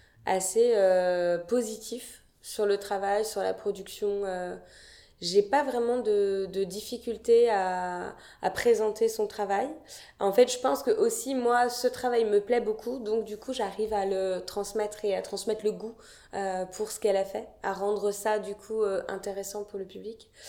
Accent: Dinan, Brittany, France; je suis née à Dinan, j'ai grandi à Dinan.

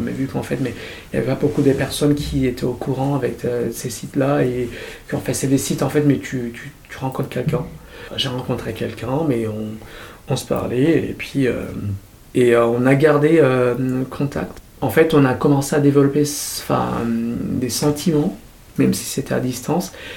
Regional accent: Rwanda; moved away; Je viens du Rwanda et j'étais et je suis toujours un activiste gay depuis le Rwanda.

